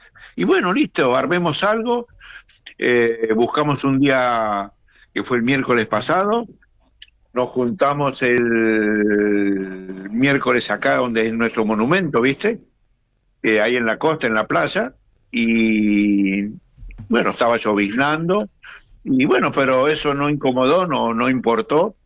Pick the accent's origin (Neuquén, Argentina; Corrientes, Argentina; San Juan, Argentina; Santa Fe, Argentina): San Juan, Argentina; now in Río Grande, Argentina; yo soy de San Juan